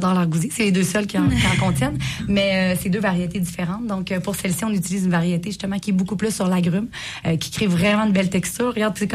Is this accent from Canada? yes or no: yes; Quebec, Canada; Je viens du Saguenay-Lac-Saint-Jean. J'ai été amenée par... par le vent du nord sur la côte nord.